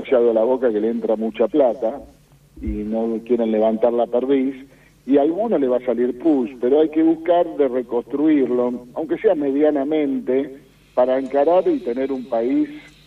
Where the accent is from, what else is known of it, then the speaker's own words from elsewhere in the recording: Argentina; yo estoy convencido de que soy argentino